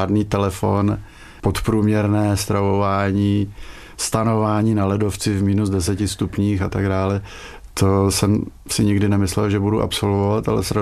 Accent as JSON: {"language": "Czech", "town": "České Budějovice", "region": "South Bohemian Region", "country": "Czechia", "said": "bohužel jsem z Českých Budějovic a tam je do jakýchkoliv hor hodně daleko"}